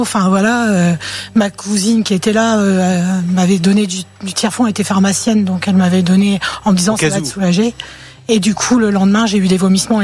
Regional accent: Hauts-de-France, France; Oui, ouais, j'étais du Pas-de-Calais, moi.

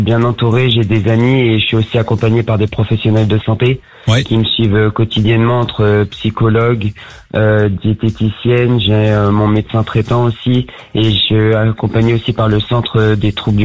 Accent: Auvergne-Rhône-Alpes, France; Moi, je viens du côté de Lyon.

